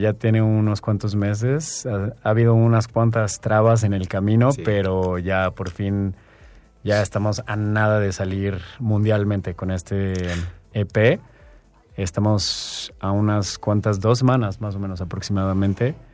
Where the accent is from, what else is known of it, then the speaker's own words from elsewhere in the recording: Mexico; aquí orgullosamente mexicano también.